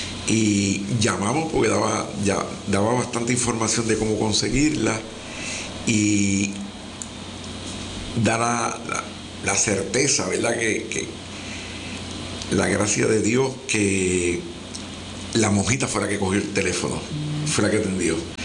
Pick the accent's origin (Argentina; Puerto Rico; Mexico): Puerto Rico; San Germán; also born or lived in Mayagüez; nosotros los 7 nacimos en, no menos uno, 6 de 7 nacimos en Mayagüez, pero toda mi vida he estado en San Germán, con mis primos y mi familia.